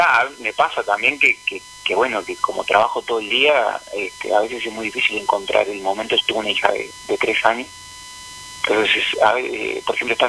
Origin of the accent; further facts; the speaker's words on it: Montevideo, Uruguay; born there; now in Rocha, Uruguay; yo nací en Montevideo, bueno, mi abuela y mis bisabuelos son nacidos acá en Rocha.